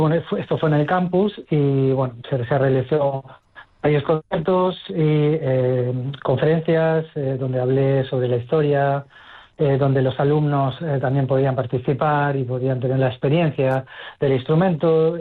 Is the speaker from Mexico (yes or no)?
no; Spain; soy un músico español